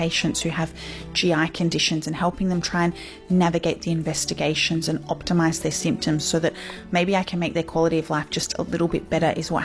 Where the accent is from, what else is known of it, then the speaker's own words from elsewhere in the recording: Queensland, Australia; I grew up in North Queensland, and I really felt the effects of there being a paucity of doctors and specialists available.